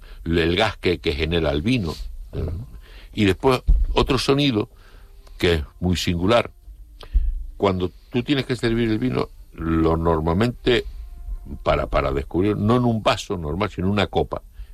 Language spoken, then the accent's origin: Spanish; Canary Islands, Spain; Como canario, o sea, y esto tiene que hacérselo ver los responsables públicos.